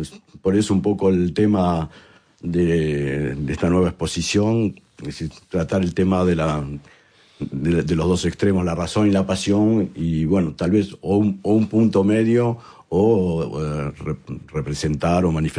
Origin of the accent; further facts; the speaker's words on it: Argentina; no sé, en mi país, en Argentina, o acá también, a veces la gente les critica a los políticos